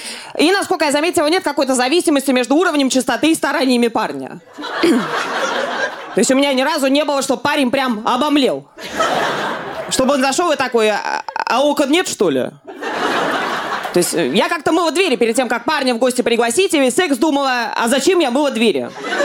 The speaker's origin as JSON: {"language": "Russian", "region": "Moscow", "country": "Russia", "said": "Я долго жила с родителями, потому что я из Москвы"}